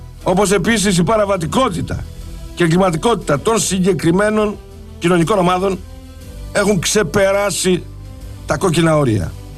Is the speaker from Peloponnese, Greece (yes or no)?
yes; Sparta, Peloponnese, Greece; moved away; Ήθελα να κάνω ειδική αναφορά γιατί είναι η πατρίδα μου.